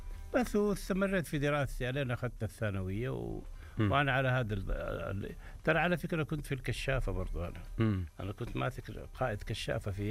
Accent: Medina, Medina Province, Saudi Arabia; also born or lived in Cairo, Egypt; أنا نشأت في المدينة المنورة طبعا، ولدت ونشأت فيها. ولدت في القاهرة ولكن نشأت في المدينة.

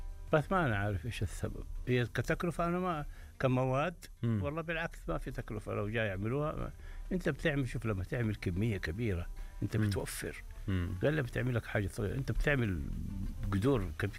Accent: Hejaz, Saudi Arabia; احنا عندنا في الحجاز

